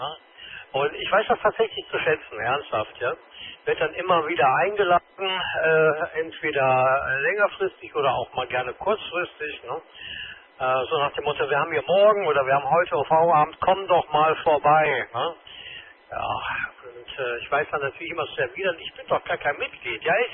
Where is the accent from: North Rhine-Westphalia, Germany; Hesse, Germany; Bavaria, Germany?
North Rhine-Westphalia, Germany; Düsseldorf; ich bin ja Düsseldorfer